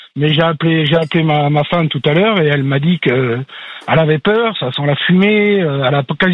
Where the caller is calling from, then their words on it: Nouvelle-Aquitaine, France; Moi, j'habite dans la région bordelaise, à Saint-Médard-de-Guizia, exactement.